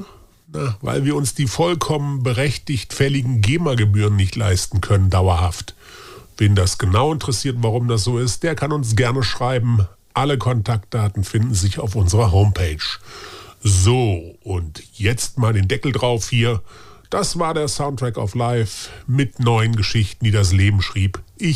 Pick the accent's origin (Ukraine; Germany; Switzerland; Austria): Germany; Baden-Württemberg; aber wir sind beide in Baden-Württemberg aufgewachsen.